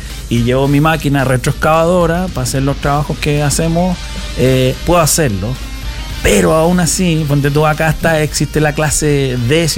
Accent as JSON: {"language": "Spanish", "country": "Chile", "moved": "as an adult", "lives_now": "Australia"}